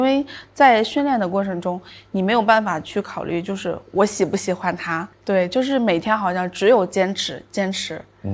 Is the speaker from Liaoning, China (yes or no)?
no; Tianjin, China; 因为我是天津人，然后其实天津的小朋友像我们那个年代，我们都是在河里长大的。